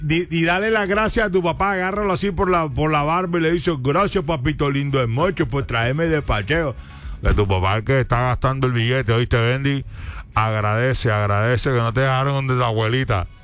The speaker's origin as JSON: {"language": "Spanish", "country": "Colombia"}